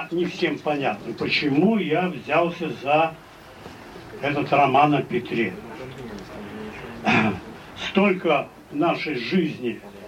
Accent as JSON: {"language": "Russian", "region": "Saint Petersburg", "country": "Russia", "said": "мы все, питерцы, живем среди Петра."}